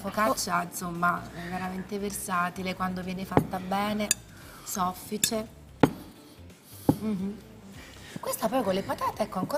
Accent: Naples, Campania, Italy; Nella mia città

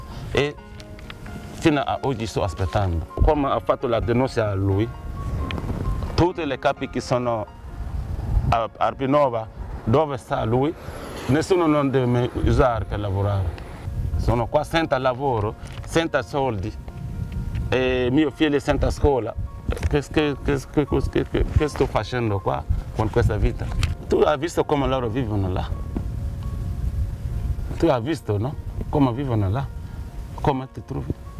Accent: Burkina Faso; Italian is a second language; now in Italy; vengo da Burkina Faso.

